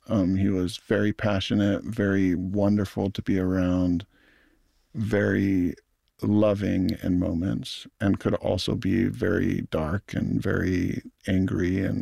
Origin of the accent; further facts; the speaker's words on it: Hawaii, United States; I always sort of compartmentalized my upbringing and my culture and growing up in Hawaii as sort of a separate thing than my experience as a filmmaker.